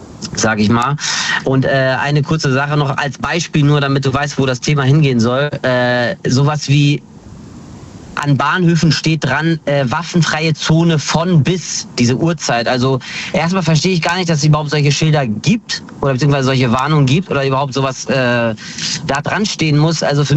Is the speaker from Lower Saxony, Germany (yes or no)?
yes; Hanover, Lower Saxony, Germany; Ich bin aus Hannover.